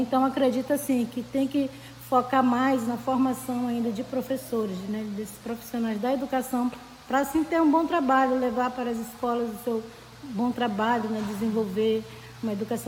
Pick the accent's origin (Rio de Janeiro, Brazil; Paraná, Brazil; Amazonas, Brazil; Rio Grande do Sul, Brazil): Amazonas, Brazil; Jutaí